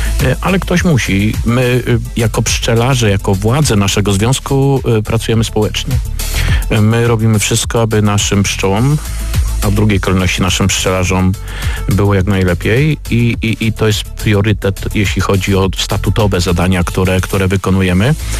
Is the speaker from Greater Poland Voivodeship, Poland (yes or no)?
no; Opole Voivodeship, Poland